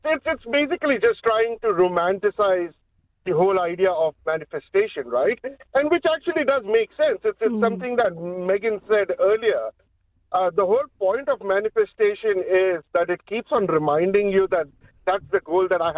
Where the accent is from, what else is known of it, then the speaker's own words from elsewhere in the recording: India; now in New Zealand; I'm from India. I got the privilege of coming into this country and call this place my home.